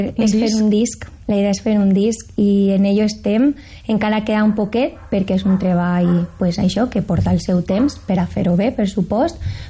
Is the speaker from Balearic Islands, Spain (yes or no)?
no; Paiporta, Valencian Community, Spain; un festival que faran en el meu poble, en Paiporta, sobre la Dana